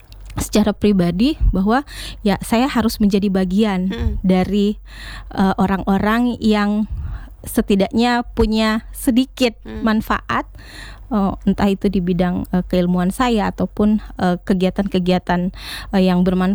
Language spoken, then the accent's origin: Indonesian; Kendari, Southeast Sulawesi, Indonesia; Semua di Kendari. Okay. Lahir Kendari, hingga SMA di Kendari.